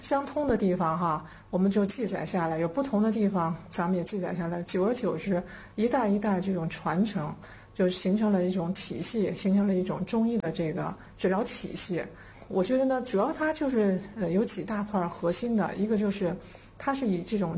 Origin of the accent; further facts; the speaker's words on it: China; 咱们中国呢是那个一直它是农耕文明哈